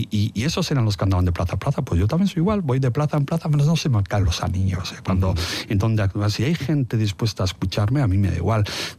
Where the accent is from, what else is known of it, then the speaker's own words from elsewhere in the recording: Basque Country, Spain; Me siento euskaldún, amo esta tierra.